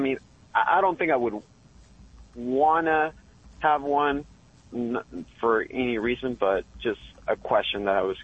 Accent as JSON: {"language": "English", "town": "Carrollton", "region": "Georgia", "country": "United States", "said": "Yeah. I'm from originally from Carrollton, Georgia, so I didn't get what you said, Jimmy, but yeah."}